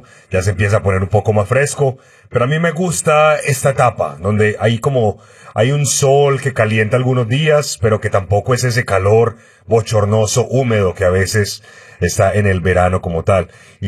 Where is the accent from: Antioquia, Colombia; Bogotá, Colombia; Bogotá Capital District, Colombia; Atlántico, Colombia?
Antioquia, Colombia; Medellín; yo soy de Medellín y el apodo que se le tiene a Medellín es la ciudad de la eterna primavera